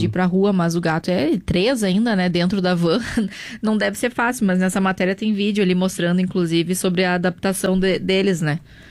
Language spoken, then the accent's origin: Portuguese; Cachoeira do Sul, Rio Grande do Sul, Brazil; now in Porto Alegre, Brazil; Sou natural de Cachoeira do Sul e às vezes um fim de semana sim, outro não, eu viajo para lá. E daqui até lá dá 2 horas e meia.